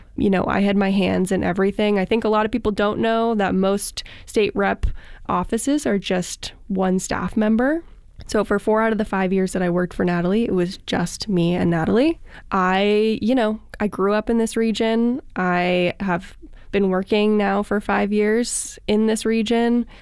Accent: Williamsburg, Massachusetts, United States; I grew up in Williamsburg.

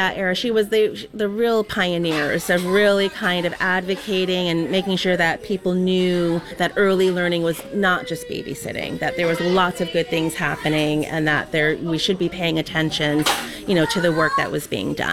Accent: Springfield, Massachusetts, United States; And I grew up in Springfield.

